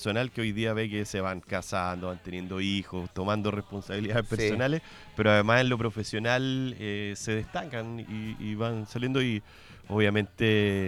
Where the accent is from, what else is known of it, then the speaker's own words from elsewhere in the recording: Linares, Maule, Chile; now in Colina, Chile; yo me crié en Linares, en Hierbas Buenas, no sé, pues yo me sentía más cómodo acá, entonces yo soy corralero de toda la vida